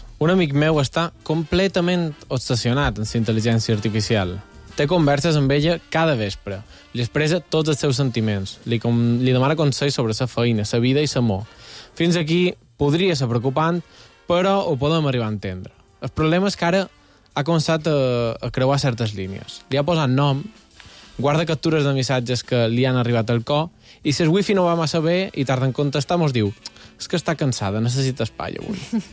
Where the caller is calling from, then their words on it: Sencelles, Balearic Islands, Spain; Hola, xiu-xiu. … de Sencelles. Vos cont.